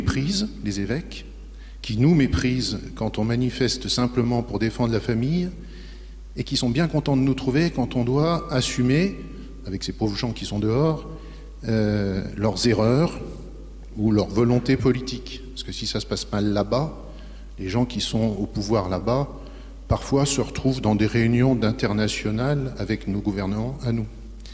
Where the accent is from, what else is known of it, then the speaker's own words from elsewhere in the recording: France; je suis un Français pur souche, comme beaucoup, c'est-à-dire à moitié calabrais.